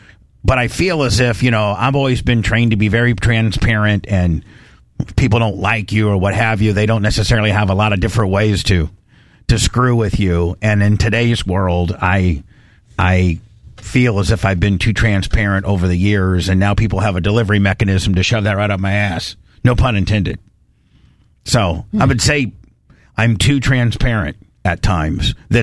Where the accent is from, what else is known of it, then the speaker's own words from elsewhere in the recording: Indiana, United States; There's a lot of famous people from Indiana, but probably one of the most famous people ever from where I grew up is Larr